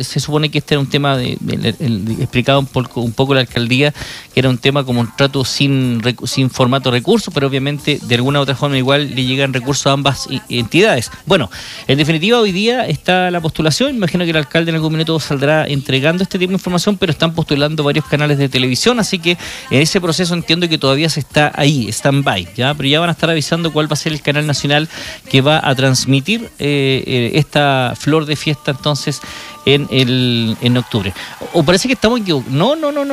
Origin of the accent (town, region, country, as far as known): Chile